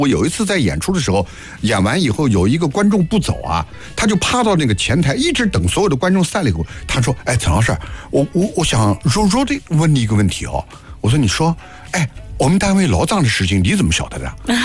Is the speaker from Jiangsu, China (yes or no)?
yes; Nanjing, Jiangsu, China; 能够符合咱们南京人口味的相声